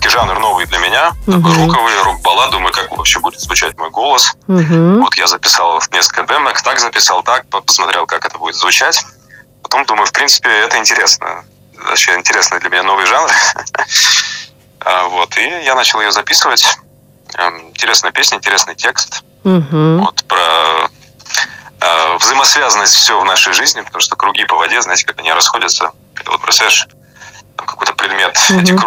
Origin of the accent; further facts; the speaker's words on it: Sosnogorsk, Komi Republic, Russia; now in Moscow, Russia; я родился в Сосногорске, сейчас проживаю в Москве.